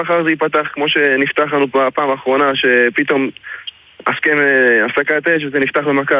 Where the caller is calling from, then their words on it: Mishmar HaYarden, Northern District, Israel; כן, אני מושב משמע הירדן, בצפון.